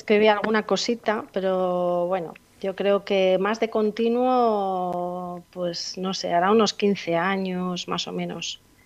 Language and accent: Spanish; Basque Country, Spain; born there; also born or lived in Barcelona province; now in Logroño, Spain; En Logroño lo que es vivir 5 años, aunque bueno, he estudiado aquí, he trabajado aquí, pero vivía casi toda mi vida, he vivido en un pueblo pequeñito que está a 5 kilómetros de Logroño, pero pertenece a otra comunidad que se llama Álava, es el País Vasco.